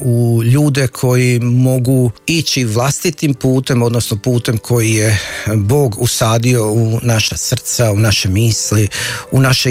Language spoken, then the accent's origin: Croatian; Bračanac, Federation of Bosnia and Herzegovina, Bosnia & Herzegovina; moved away as an adult; also born or lived in Zagreb; Pa da, ja sam iz Hercegovine rodom, iz Posušja, jedno selo pored Posušja, Bračanac. Tamo sam odrastao i onda sam završio u Zagrebu kao student pravnog fakulteta.